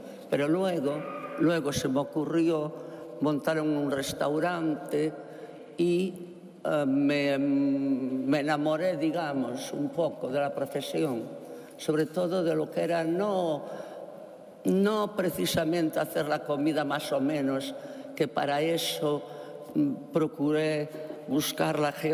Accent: Coirós, Galicia, Spain; soy de una chica de aldea. Nací en Coirós, que está cerquita de Betanzos.

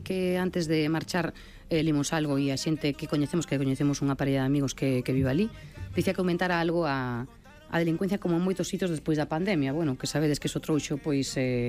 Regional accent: Galicia, Spain; pero que sendo español e galego, pois é moi sí, complicado, tes o nivel moi alto, non?

